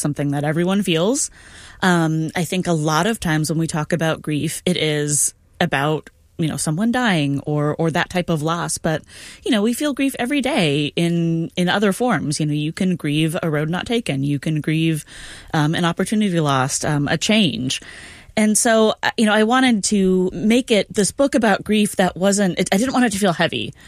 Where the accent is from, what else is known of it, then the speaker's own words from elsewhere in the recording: Tacoma, Washington, United States; Well, you know, growing up in Tacoma, I've been just around aquariums a lot. You know, I used to go to the Point Defiance Aquarium a lot as a kid.